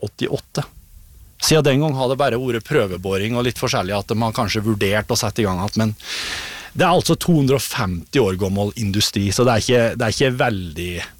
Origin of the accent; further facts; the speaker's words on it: Innlandet, Norway; Jeg vokste opp I Nabodalen, altså Folldalen, som en dal med riksvei med asfalt og bensinstasjon og et par butikker.